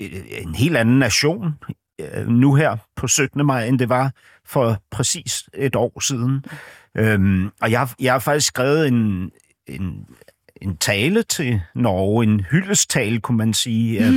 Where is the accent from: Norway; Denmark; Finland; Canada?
Denmark; Swedish is a second language; sån med en inbyggd stolthet som jag som dansk syns är opassande att deklamera på den måde.